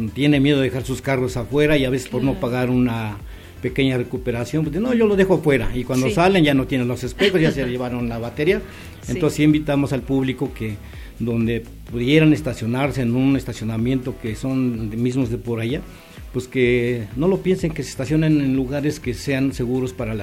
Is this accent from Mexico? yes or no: yes; San Miguel Contla, Tlaxcala, Mexico; de mi pueblo, de allá de uh-huh. San Miguel Contla.